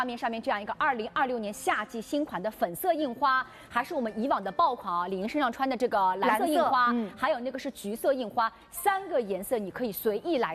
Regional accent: Shanghai, China

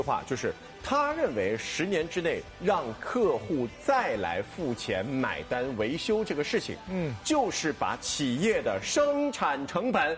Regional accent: Shanghai, China; 广东人比咱们上海人要用空调的时间更长，

